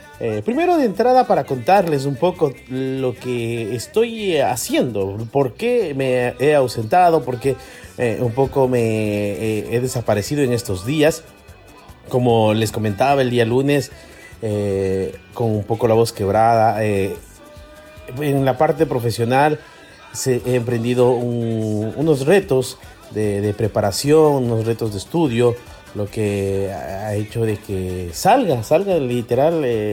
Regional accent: Ecuador; soy el único yaminguito que estoy por acá, soy el único ecuatoriano

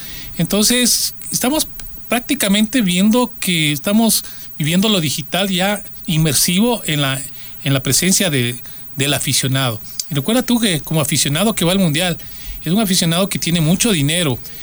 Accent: Ecuador; todos nosotros como ecuatorianos

